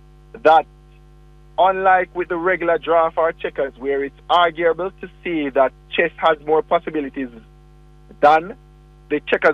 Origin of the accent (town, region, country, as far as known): Jamaica